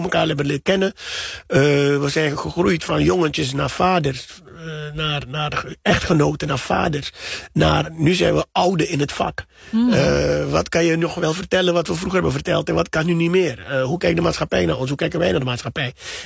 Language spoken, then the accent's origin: Dutch; Suriname; now in Netherlands; Ik ken geen cabaret, ik kom uit Suriname, ik ken geen cabaret zoals Nederland het kent